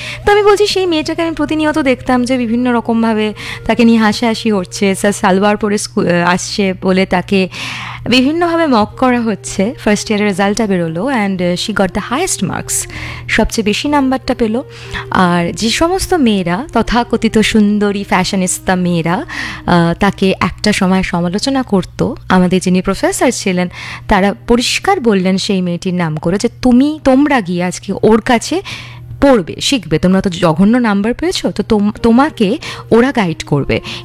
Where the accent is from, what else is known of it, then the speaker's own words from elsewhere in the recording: Belgharia, West Bengal, India; যেহেতু আমার বাড়ি বেলঘড়িয়ায় আর আমার কলেজটি ছিল একদম কলকাতার প্রাণকেন্দ্রে